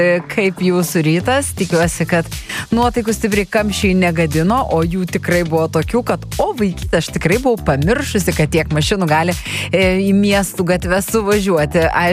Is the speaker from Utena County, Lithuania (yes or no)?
no; Vilnius, Vilnius County, Lithuania; mes kažkaip esame vilniečiai kantrus